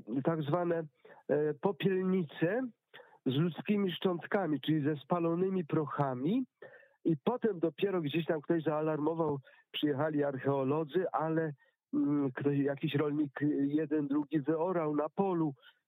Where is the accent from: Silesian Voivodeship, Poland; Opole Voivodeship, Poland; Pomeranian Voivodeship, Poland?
Pomeranian Voivodeship, Poland; chcę opowiedzieć anegdotkę z moich rodzinnych stron, mianowicie Kaszuby, wieś koło Wejherowa